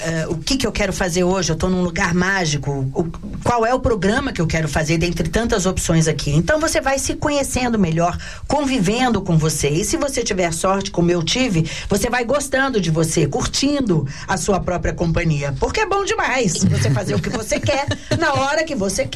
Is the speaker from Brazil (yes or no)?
yes; Brasília, Federal District, Brazil; eu sou de Brasília, naturalmente, a capital do Brasil, e aquilo, uma cidade até então muito pequena